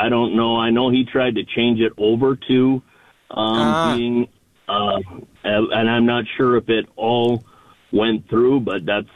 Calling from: Bismarck, North Dakota, United States; I'm calling from Bismarck.

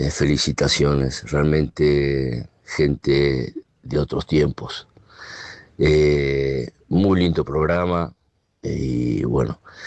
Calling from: Rignano Flaminio, Lazio, Italy; de Rignano Flaminio, provincia de Roma, Italia.

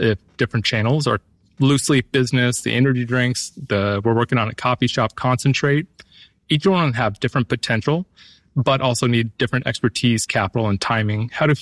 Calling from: Longview, Washington, United States; I'm calling from Longview, Washington.

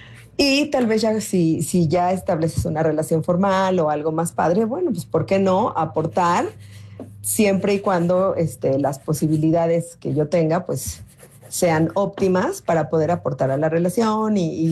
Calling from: San Diego, California, United States; de San Diego, California.

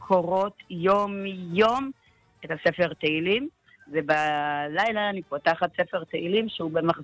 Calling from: Modi'in, Central District, Israel; אני ממודיעין.

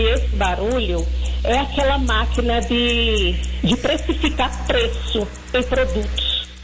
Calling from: Leiria, Centro, Portugal; Eu sou de Leiria.

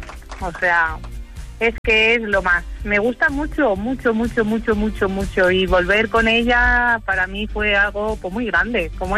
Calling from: Torrejón, Spain; de Torrejón

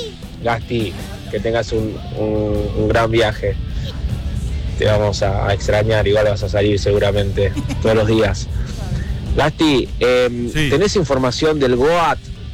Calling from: Argentina; lo que somos los argentinos.

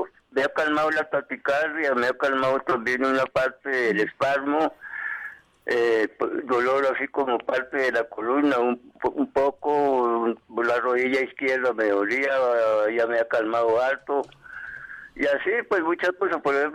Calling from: Bogotá, Colombia; por acá en Suba.

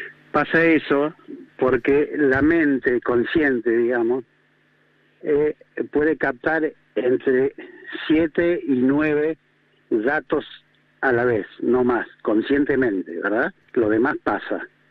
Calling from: San Luis, Argentina; de San Luis

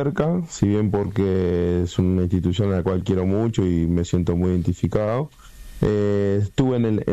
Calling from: Montevideo, Uruguay; En Montevideo, acá en mi casa estoy.

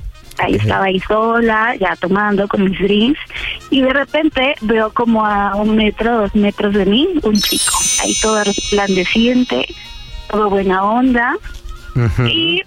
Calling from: Mexico City, Mexico; Tengo 30 años, soy de la Ciudad de México.

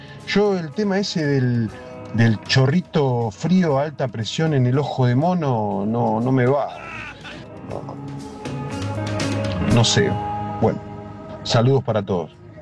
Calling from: Mariano Acosta, Buenos Aires Province, Argentina; de Mariano Acosta.

